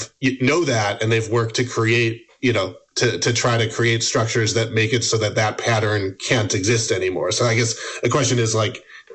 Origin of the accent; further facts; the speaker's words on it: Rhode Island, United States; my home state of Rhode Island.